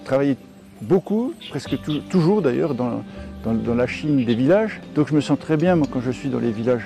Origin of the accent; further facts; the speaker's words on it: France; j'ai 69 ans et je viens de France.